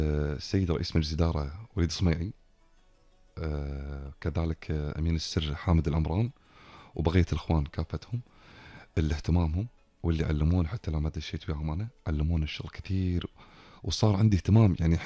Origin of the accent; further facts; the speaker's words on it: Kuwait; احنا ككويتيين